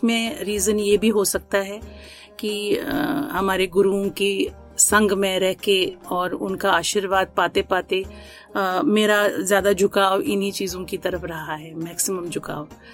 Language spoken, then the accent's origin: Hindi; Jammu and Kashmir, India; ये मेरी भाग्य की बात है कि मैं कश्मीर से जुड़ी हूँ, मैं कश्मीरी हूँ, कश्मीरी पंडित हूँ